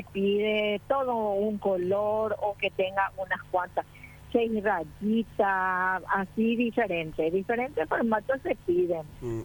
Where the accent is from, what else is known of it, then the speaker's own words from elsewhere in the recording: Piribebuy, Cordillera, Paraguay; Soy de la ciudad de Piribebuy.